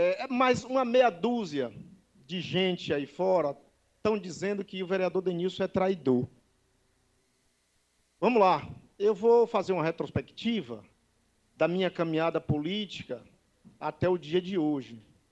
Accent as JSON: {"language": "Portuguese", "region": "Bahia", "country": "Brazil", "tie": "born or raised there", "said": "especialmente ao picado, lugar onde fui criado"}